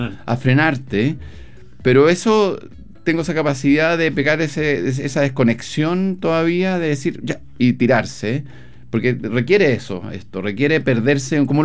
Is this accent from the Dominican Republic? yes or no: no; Chile